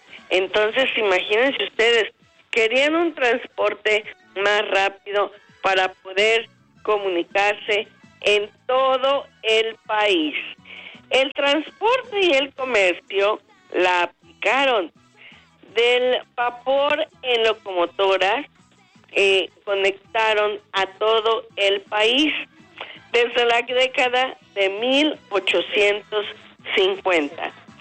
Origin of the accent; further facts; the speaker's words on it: Puebla, Mexico; nosotros como mexicanos, como poblanos